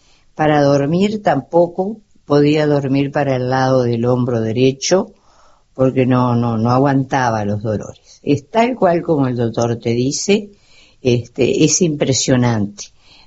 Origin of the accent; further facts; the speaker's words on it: Casupá, Florida, Uruguay; saludo a Gustavo … de Casupá, Gustavo